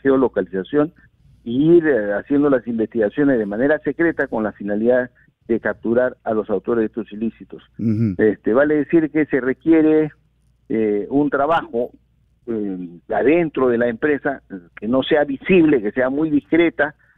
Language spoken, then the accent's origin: Spanish; Peru; nosotros como peruanos